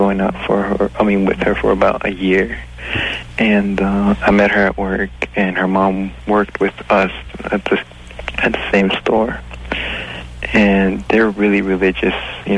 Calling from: Bolivia; I'm from Bolivia.

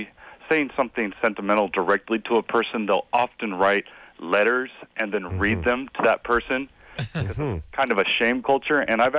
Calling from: Japan; I'm calling from Japan.

